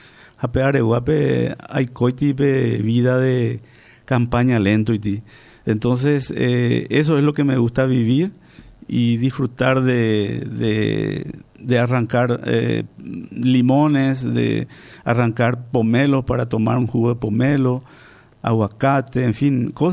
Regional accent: Paraguay; moved away as an adult; Yo me fui a los 19 años de Paraguay.

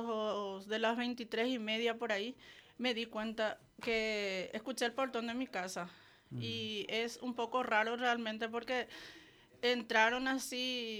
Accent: Pedro Juan Caballero, Amambay, Paraguay; Pedro Juan Caballero es lo más solidario que hay en este mundo, somos nosotros los pedrojuaninos.

